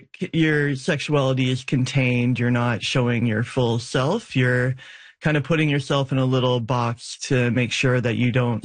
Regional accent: Peterborough, Ontario, Canada; I'm from Peterborough.

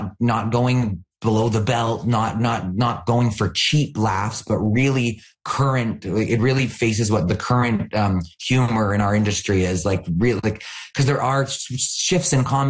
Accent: Canada; And as a Canadian, how excited we get when we find out that someone's Canadian.

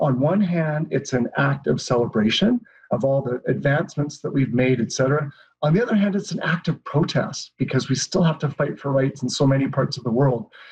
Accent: Canada; makes me feel ashamed and embarrassed as a Canadian. Like, how can this be happening in our country?

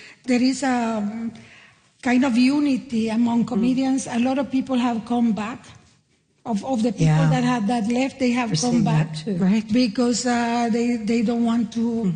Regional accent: Nicaragua; born or raised there; now in Canada

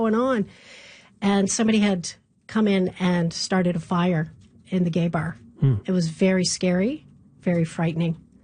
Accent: Halifax, Nova Scotia, Canada; I'm so happy to be in my hometown in Halifax.

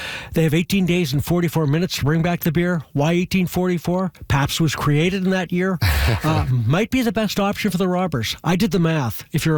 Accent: Halifax, Nova Scotia, Canada; Yeah, but I grew up in Halifax

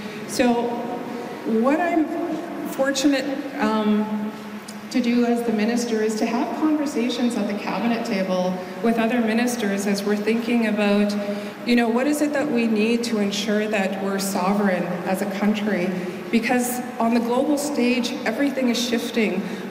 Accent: Manitoba, Canada; I am Anishinaabe and Innu, and I am from Treaty 4 territory, which is in the middle of Manitoba.

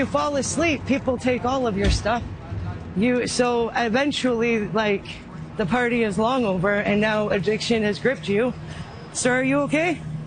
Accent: London, Ontario, Canada; I was from London, Ontario.

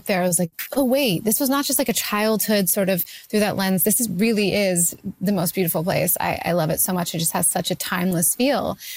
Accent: Canada; I am most just always trying to set things in Canada about Canadians because I'm Canadian and like, why not?

